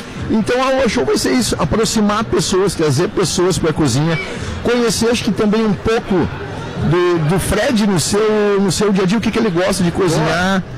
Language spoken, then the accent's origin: Portuguese; Rio Grande, Rio Grande do Sul, Brazil; moved away as an adult; now in Pelotas, Brazil; Eu sou natural de Rio Grande